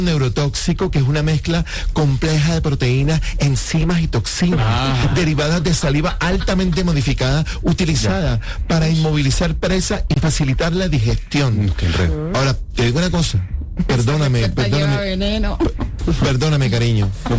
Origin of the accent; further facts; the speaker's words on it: Barranquilla, Atlántico, Colombia; Y soy un colombiano, y soy barranquillero.